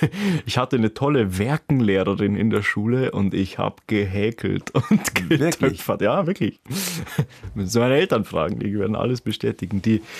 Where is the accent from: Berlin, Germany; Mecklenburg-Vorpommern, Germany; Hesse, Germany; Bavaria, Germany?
Bavaria, Germany; Osterhofen; also born or lived in Deggendorf; Geboren in Deggendorf, aufgewachsen in Osterhofen.